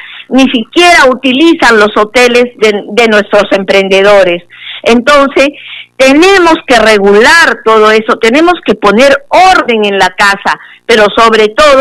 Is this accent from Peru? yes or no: yes; Mollendo, Arequipa, Peru; Como mujer mollendina y mujer del Puerto Bravo